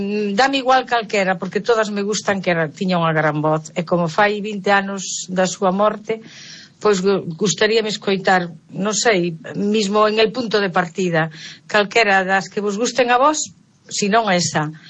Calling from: Ribeira, Galicia, Spain; ¿Qué tal, amigos de Radio Voz? … de Ribeira.

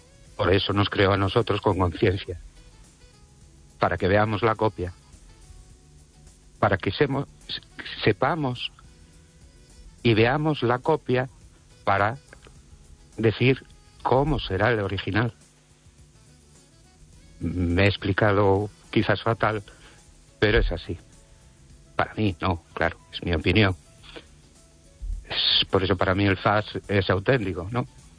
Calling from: Ourense, Galicia, Spain

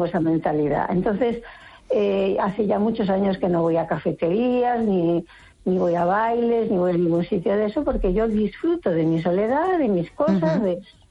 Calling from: Vigo, Galicia, Spain; Llamo desde Vigo.

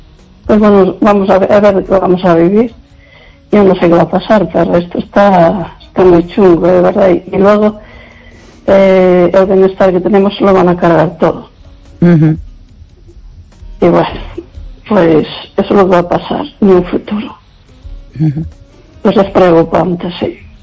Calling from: Lugo, Galicia, Spain

